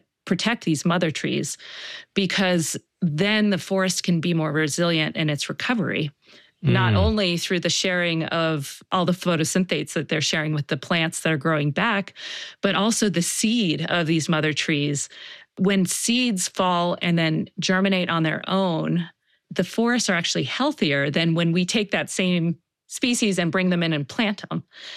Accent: Baltimore, Maryland, United States; You know, I'm from Baltimore

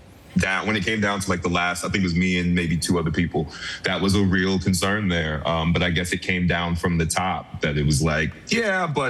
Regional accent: New York, United States; I was from New York, so they flew me to L.A. to do a screen test.

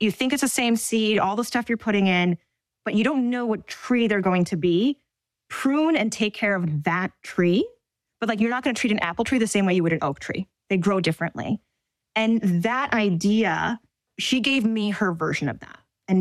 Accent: United States; part of their family experience in a way that I don't think we, my generation, truly understands growing up in America.

